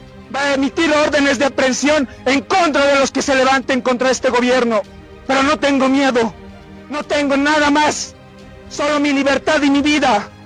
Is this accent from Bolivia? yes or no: yes; Bolivia